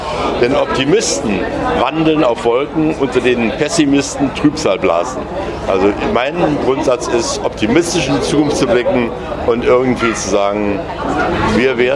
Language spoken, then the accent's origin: German; Dessau, Saxony-Anhalt, Germany